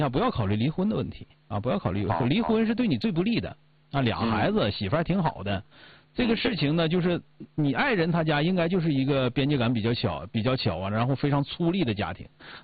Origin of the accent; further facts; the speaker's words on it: Jilin, China; 很多人上海人不太喜欢我们吉林人或者黑龙江人